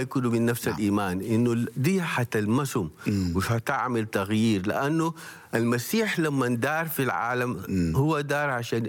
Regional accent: Sudan; صحيح أنا بكون سوداني، وده بكون ألماني، وده بكون إنجليزي، وده بيكون يوغندي

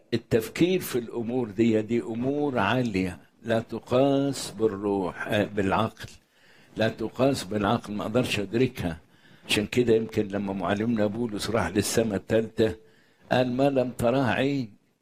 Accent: Egypt; وخصوصا في بلدنا مصر أن يقولوا علينا نصارى،

